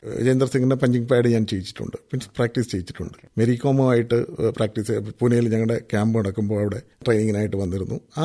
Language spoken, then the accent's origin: Malayalam; Kalluvathukkal, Kerala, India; ഞാൻ കല്ലുവാതുക്കൽ എന്ന് പറഞ്ഞ വില്ലേജിൽ നിന്നാണ് വരുന്നത്.